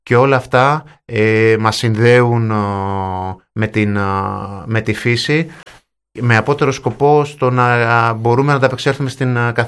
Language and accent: Greek; Mani, Peloponnese, Greece; Γιατί εμείς ως Μανιάτες δεν είμαστε εξωστρεφείς άνθρωποι.